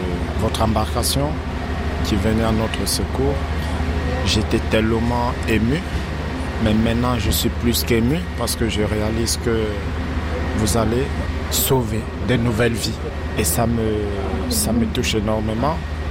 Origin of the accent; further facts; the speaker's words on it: Cameroon; Je viens du Cameroun. J'ai 34 ans.